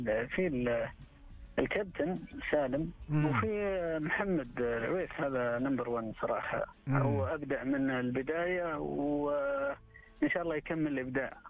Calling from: Riyadh, Riyadh Province, Saudi Arabia

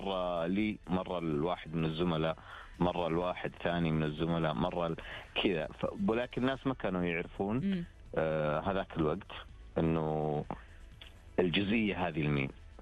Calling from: Khobar, Eastern Province, Saudi Arabia; من الخبر.

